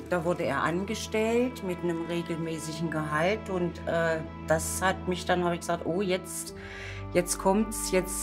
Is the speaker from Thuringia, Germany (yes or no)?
yes; Gotha, Thuringia, Germany; Ich bin aus Gotha bei Erfurt. Da komme ich her